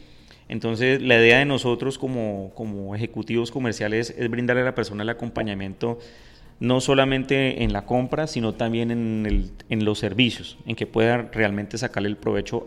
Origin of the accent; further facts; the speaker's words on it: Rivera, Huila, Colombia; Yo soy de acá de Rivera, vivo aquí en Rivera